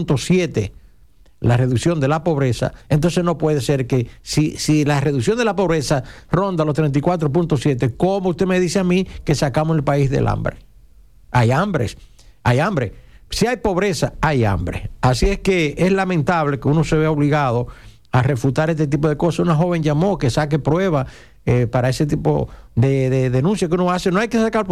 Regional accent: Dominican Republic; yo voy a decir simplemente como dominicano

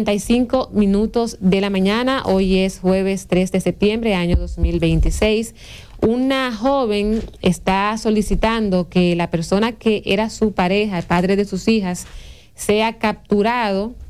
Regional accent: Dominican Republic; nosotros como dominicanos

